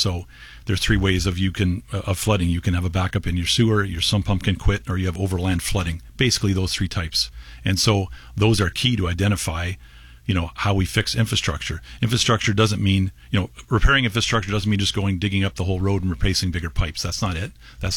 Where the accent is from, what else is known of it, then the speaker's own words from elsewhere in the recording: Lincoln, Ontario, Canada; having been, you know, grown up in Lincoln my whole life